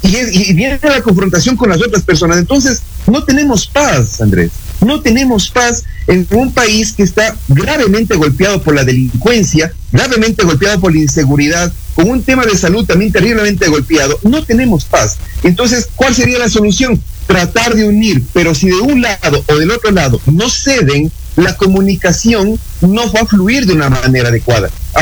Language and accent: Spanish; Ecuador; como ecuatorianos en beneficio de nuestro país